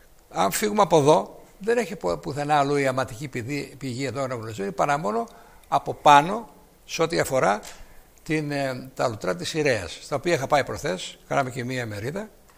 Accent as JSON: {"language": "Greek", "region": "Macedonia", "country": "Greece", "said": "εγώ είμαι από τη Μακεδονία"}